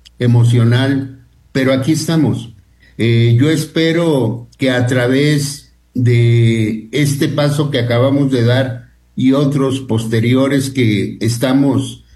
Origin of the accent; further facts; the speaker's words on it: Mexico; como mexicanos, no podemos negar cinco pasos